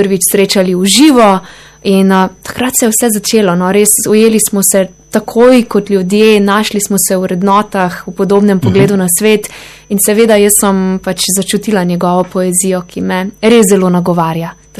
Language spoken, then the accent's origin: Slovenian; Prevalje, Carinthia, Slovenia; je moj domači kraj, ja, tako da iz Mežiške doline